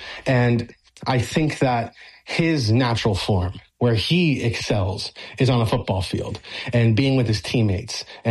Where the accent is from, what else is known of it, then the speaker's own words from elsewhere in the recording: Miami, Florida, United States; I'm born and raised in Miami.